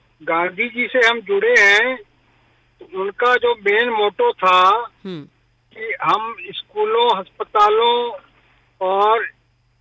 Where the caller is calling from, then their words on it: Amritsar, Punjab, India; मैं बॉर्डर का रहने वाला हूँ, अटारी बॉर्डर अमृतसर का रहने वाला हूँ, मेरे को सारा ज्यादा मेरी 71 ही उम्र हो गई है जी।